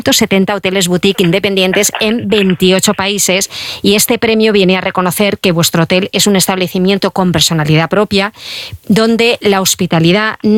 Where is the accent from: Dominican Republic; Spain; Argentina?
Spain; La Rioja; antigua casa señorial vinculada al comercio de lanas, por cierto con la Sierra de Cameros.